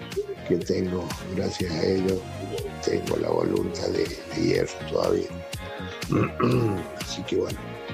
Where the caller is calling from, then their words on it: Córdoba, Argentina; el famoso cordobés